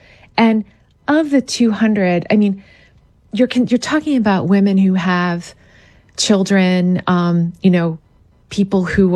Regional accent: Pennsylvania, United States

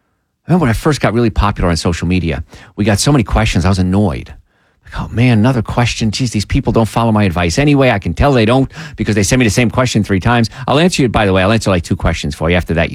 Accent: New Jersey, United States; And when I was young, I grew up in New Jersey.

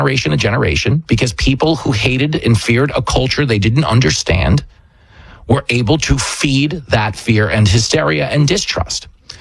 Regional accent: Levittown, New York, United States; I grew up in Levittown, New York.

